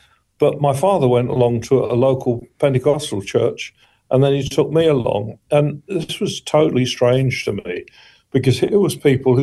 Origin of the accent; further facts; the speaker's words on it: India; born there; Yeah, I traveled around a lot. I was born in India.